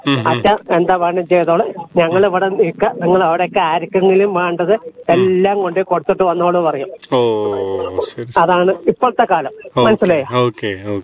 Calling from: Palakkad, Kerala, India; ഞങ്ങൾ പാലക്കാടുകാര് ഒത്തൊരുമയുള്ള ആളാണ്.

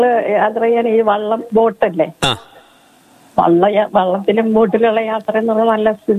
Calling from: Kureepuzha, Kerala, India; Kureepuzha.

